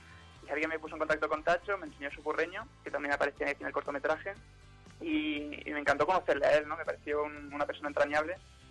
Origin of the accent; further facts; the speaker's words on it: Barcelona, Catalonia, Spain; born there; Yo nací y vivo en Barcelona, pero eso, tengo a mis tíos y mis primos ahí de Soria.